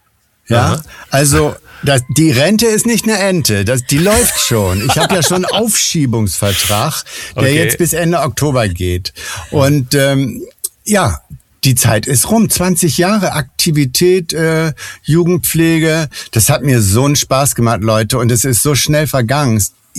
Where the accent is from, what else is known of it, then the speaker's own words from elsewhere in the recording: Northern Germany, Germany; Ich bin ja selber Norddeutscher und habe eigentlich die erste Hälfte meines Lebens eben damit verbracht, möglichst weit weg von zu Hause zu kommen.